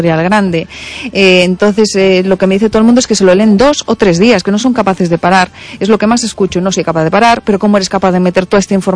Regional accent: Vilalba, Galicia, Spain; yo soy de Vilalba, Lugo, y cuando íbamos para el norte, para las playas de la Mariña

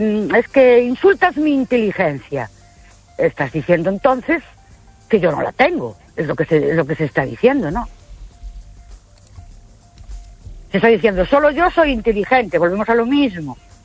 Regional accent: Ourense, Galicia, Spain; Buenas noches … de Orense.

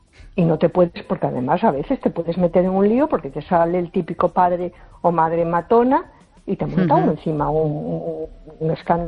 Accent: A Coruña, Galicia, Spain

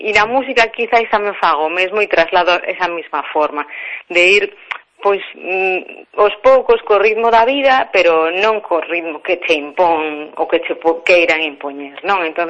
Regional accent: Arou, Galicia, Spain; also born or lived in Buenos Aires, Argentina; eu nacín en Buenos Aires, non? E pasei unha corta infancia lá, pero sí que é verdad que cando viñemos vivir para Galicia, pois viñemos directamente a aldea de Arou

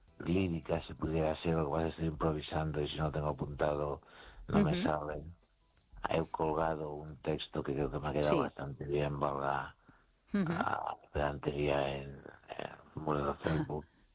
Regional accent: Galicia, Spain; Y mi pueblo está a unos 9 kilómetros o 8 de los Peares.

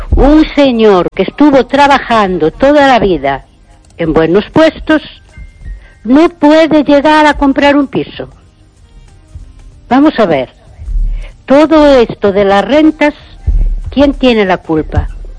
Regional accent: A Coruña, Galicia, Spain; soy de La Coruña.

